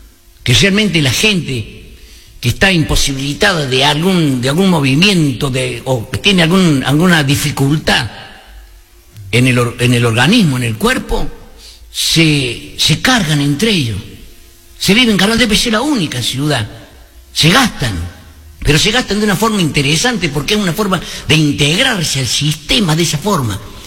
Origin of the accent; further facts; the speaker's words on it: Córdoba, Argentina; que nadie se da cuenta por la tonada que tengo. Nadie se da cuenta que soy de Córdoba.